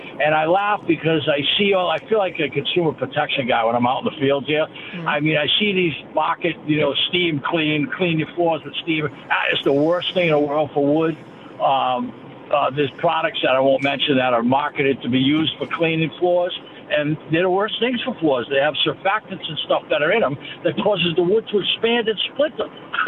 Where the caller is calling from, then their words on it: Fall River, Massachusetts, United States; I'm actually from Fall River, too